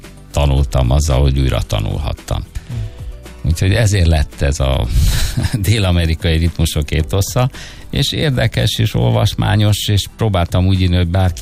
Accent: Hungary; born there; nem véletlenül születtem a Kárpát-medencébe

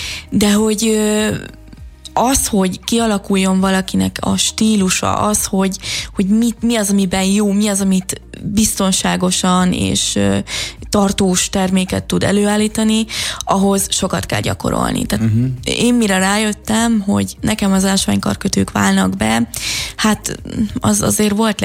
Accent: Budapest, Hungary; Én budapesti vagyok

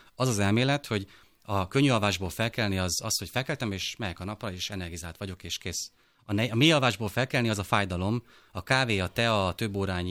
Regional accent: Szabolcs-Szatmár-Bereg, Hungary; én Szabolcsi vagyok

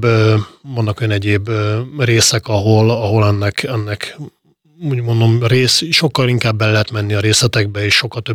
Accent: Hungary; de én azt gondolom, hogy azért magyarok vagyunk

